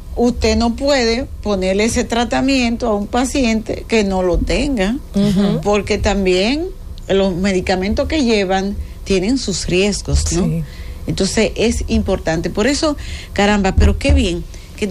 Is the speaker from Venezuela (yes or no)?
no; Dominican Republic; Digo, no, porque nosotros en mi país no lo usamos hace ya un tiempo. Y entonces él me dice, ¿de dónde es usted? Digo yo, de Dominican Republic, República Dominicana.